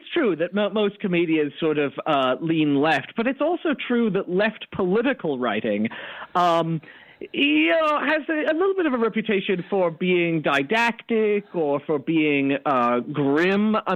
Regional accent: Sarasota, Florida, United States; I grew up in Sarasota, Florida

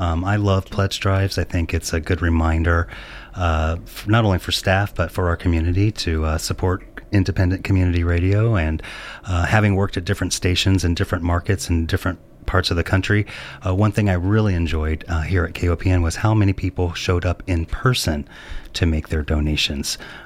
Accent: Missouri, United States; moved away as an adult; also born or lived in Washington, D.C. / Grand Rapids, Michigan / Duluth, Minnesota / Denver, Colorado; I'm the KOPN Director of Development and Community Engagement. I was born and raised in Missouri

